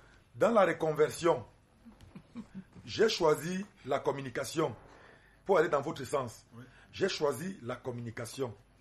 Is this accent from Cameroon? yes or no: yes; Cameroon; Monsieur Niam au Cameroun, je suis Camerounais.